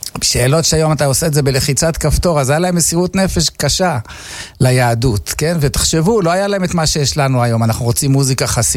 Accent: Herzliya, Tel Aviv District, Israel; אז אני נולדתי בעיר שנקראת הרצליה, בבית חולים מאיר בכפר סבא, כי בהרצליה לא היה בית חולים.

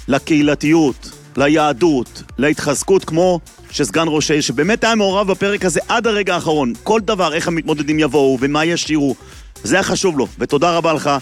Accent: Jerusalem, Jerusalem District, Israel; אני ירושלמי.

